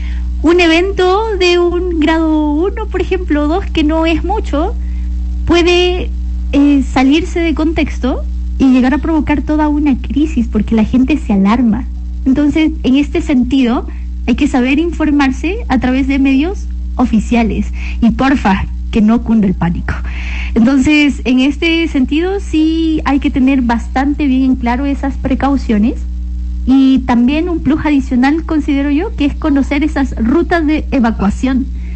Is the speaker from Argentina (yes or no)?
no; Machala, El Oro, Ecuador; en Machala, en mi tierra, la capital bandera del mundo